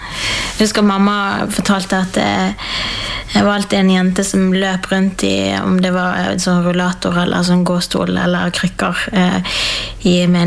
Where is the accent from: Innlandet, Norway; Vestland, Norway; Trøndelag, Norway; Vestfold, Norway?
Vestland, Norway; Bergen; Jeg vokste opp i Bergen sammen med en mamma og pappa og en lillesøster, og etter hvert en lillebror. Han er 12 år yngre enn meg, så han kom litt art på klatt, ja. Men ja, jeg vokste opp i kristent hjem